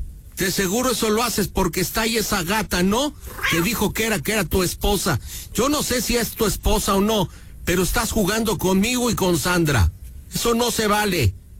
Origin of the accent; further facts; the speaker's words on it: Chimalhuacán, State of Mexico, Mexico; Yo soy acá de Chimalhuacán.